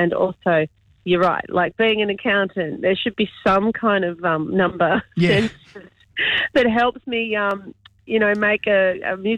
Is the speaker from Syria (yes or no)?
no; Mascot, New South Wales, Australia; I grew up in Mascot, right under the flight path, and followed a path to Tamworth back in 2004